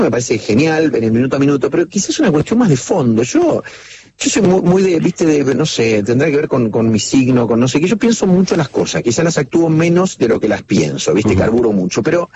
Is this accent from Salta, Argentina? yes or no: no; Rafaela, Santa Fe, Argentina; also born or lived in La Plata; Yo soy de Rafaela, digo, ¿viste? Aun cuando no haya nacido en Rafaela.